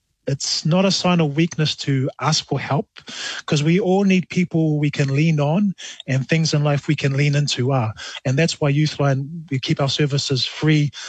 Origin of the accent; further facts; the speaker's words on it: New Zealand; on dad's side, we come from Lotupuwe and Alepata, and also Vaesa Fata. So, yeah, born and bred here in New Zealand.